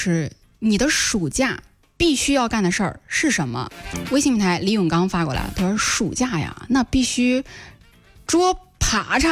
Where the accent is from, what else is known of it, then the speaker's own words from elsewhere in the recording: Jiaozuo, Henan, China; 这个河南话说的也是不太地道哈。因为是这样的，就是了解我的呢也知道我是焦作人哈。然后大家知道我们焦作人呢，其实它分有就各个县啊，比如说温县呀、博爱呀、武陟哈。我从小呢是在老家长大的